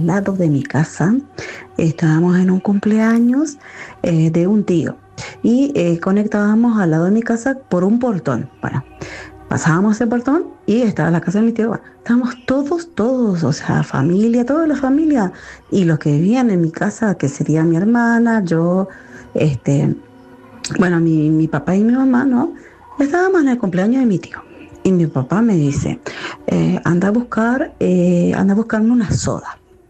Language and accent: Spanish; Corrientes, Argentina; born there; moved away; also born or lived in Chos Malal, Neuquén; También en la casa de la infancia, que era en Corrientes Capital.